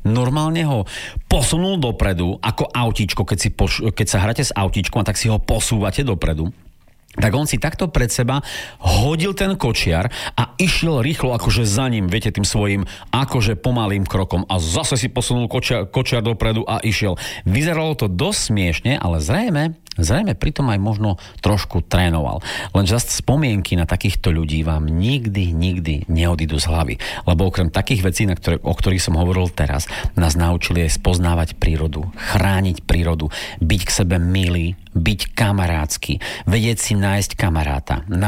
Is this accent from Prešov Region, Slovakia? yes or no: yes; Bardejov, Prešov Region, Slovakia; ja pochádzam z Bardejova